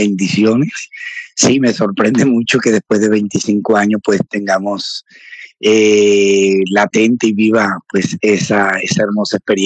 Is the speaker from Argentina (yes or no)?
no; Caribbean coast, Colombia; pues como todo colombiano, salimos a los Campos Elíseos, cerquita del Arco del Triunfo, pues a prácticamente oxigenarnos un poquitico, pero como buenos costeños, con el desorden del acordeón.